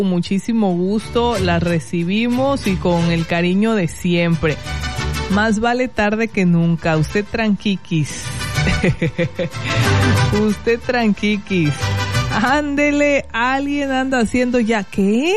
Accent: Mexico

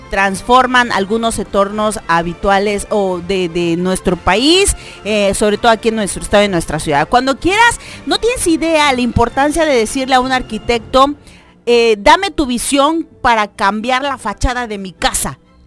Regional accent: Tuxtla Gutiérrez, Chiapas, Mexico; Aquí como mexicano, como tuxleco, como chiapaneco

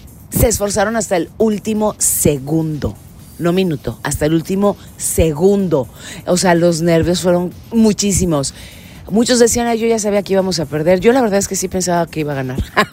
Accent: Mexico; lo que yo vi como mexicana en el televisor

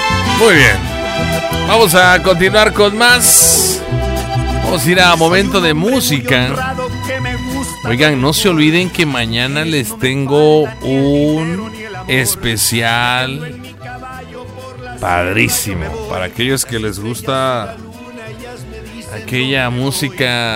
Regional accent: Mexico

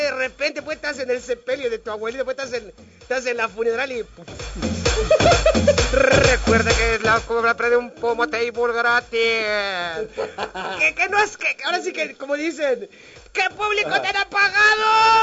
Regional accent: Chenalhó, Chiapas, Mexico; Fíjate que ahí en mi tierra, acompáñame a escuchar esta triste historia.

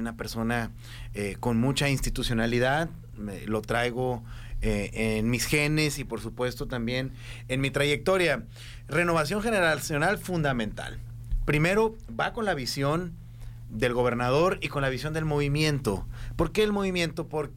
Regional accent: Hermosillo, Sonora, Mexico; yo soy de Hermosillo, yo vivo en Hermosillo

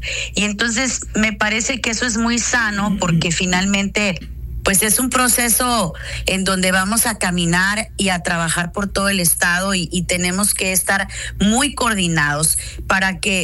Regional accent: Sonora, Mexico; Pues yo creo que soy una sonorense como todos, honestos, francos, echados para adelante.

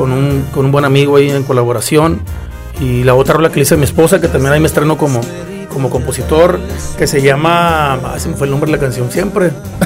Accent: Mexico; quiero pensar como mexicano

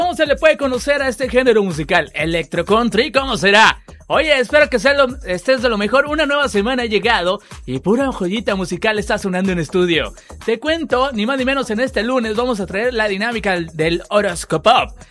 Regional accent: Ciudad Obregón, Sonora, Mexico; born there

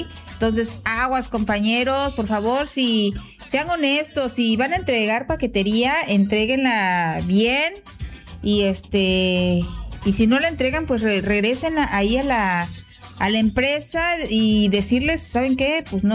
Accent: Macuspana, Tabasco, Mexico; Saludos aquí en ruta en Alta, entregando paquetería en Jalapa. Soy de Macuspana.

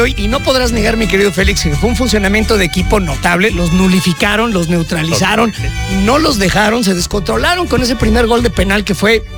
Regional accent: Mexico

